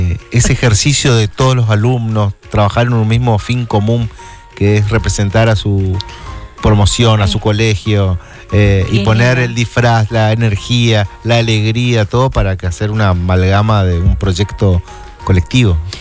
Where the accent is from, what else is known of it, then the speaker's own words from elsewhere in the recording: northern Argentina, Argentina; los norteños somos muy tímidos.